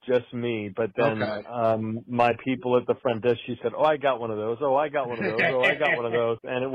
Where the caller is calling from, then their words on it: Las Vegas, Nevada, United States; I'm calling from the Las Vegas area